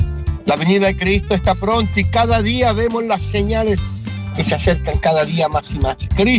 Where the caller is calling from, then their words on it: Pedro Aguirre Cerda, Santiago Metropolitan Region, Chile; Pedro Aguirre Serra.